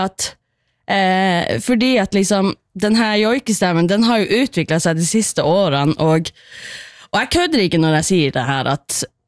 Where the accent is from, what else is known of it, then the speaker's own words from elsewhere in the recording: Karasjok, Finnmark, Norway; jeg vokste opp i Karasjok, og selvfølgelig, alle på barneskolen er jo, liksom, skal jo joike en eller annen gang i løpet av livet.